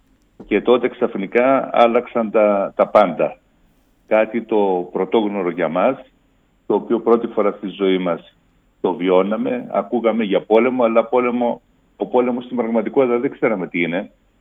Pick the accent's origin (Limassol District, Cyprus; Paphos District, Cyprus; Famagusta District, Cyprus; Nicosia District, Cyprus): Nicosia District, Cyprus; Το χωριό μου βρίσκεται 20 χιλιόμετρα νότια της Λευκωσίας, δεν ανήκει δηλαδή στην κατεχόμενη Κύπρο.